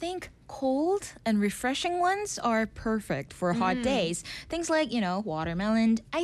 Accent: Seoul, South Korea; now in Busan, South Korea; since I'm from Seoul, 밀면 was actually a new summer food for me here in Busan.

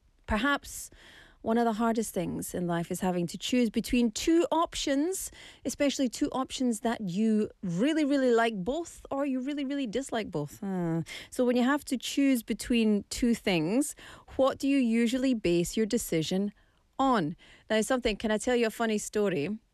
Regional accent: Scotland, United Kingdom; now in South Korea; 우리 스코틀랜드에서 가위바위보 없으니까요.

